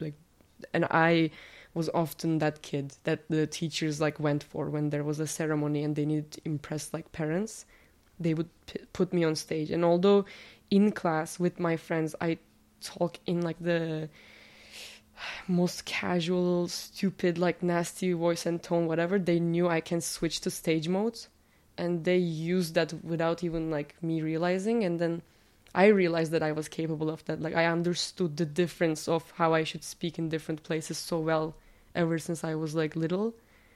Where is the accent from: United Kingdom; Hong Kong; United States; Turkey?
Turkey; Bursa; first language Turkish; English is a second language; I am from Bursa, Turkey. I think when I speak Turkish, I talk a lot like my father, who is an immigrant from Bulgaria.